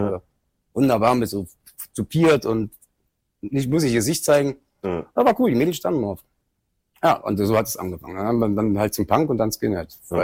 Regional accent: Berlin, Germany; Geboren in Schöneberg, groß geworden in Kreuzberg.

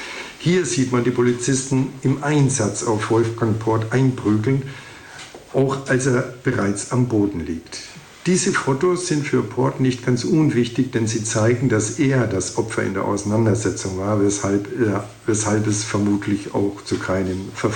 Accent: Alfeld, Lower Saxony, Germany; als ich in meiner Heimatstadt Ahlfeld im Jahre 1961 die Junge Union gründete.

